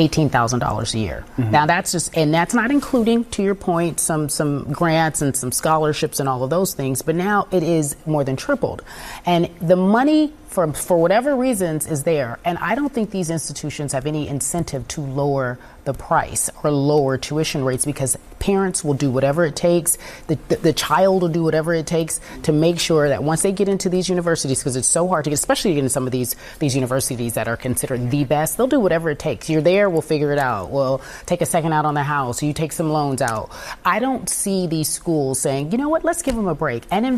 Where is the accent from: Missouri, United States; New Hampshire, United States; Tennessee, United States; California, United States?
California, United States; Los Angeles; I grew up in Los Angeles.